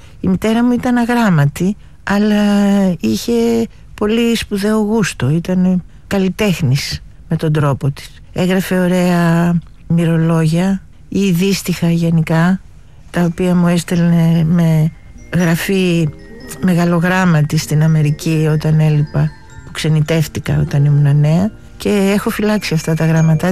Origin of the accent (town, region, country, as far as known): Athens, Attica, Greece; born there